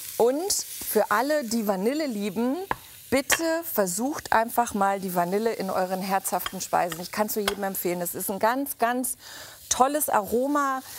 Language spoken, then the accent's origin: German; Berlin, Germany; Ich bin ja Berlinerin.